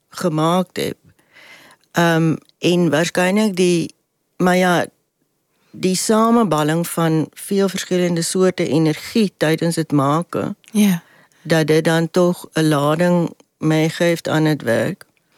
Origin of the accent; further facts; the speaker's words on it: Western Cape, South Africa; moved away; Ik kom uit een plek genaamd Koue Bokkeveld.